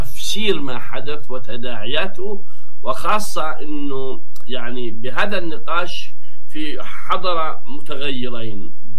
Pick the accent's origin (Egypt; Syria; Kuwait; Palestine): Palestine; عندنا كفلسطينيين وكعرب. نحن الفلسطينيين والعرب